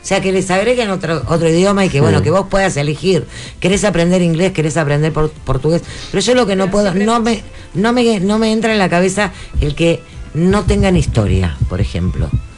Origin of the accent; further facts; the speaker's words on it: Argentina; nosotros somos argentinos, y Argentina sí. tiene su idiosincrasia, tiene su cultura